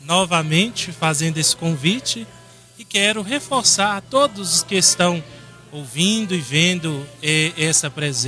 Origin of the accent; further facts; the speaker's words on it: Sem-Peixe, Minas Gerais, Brazil; na minha cidade natal de Sem Peixe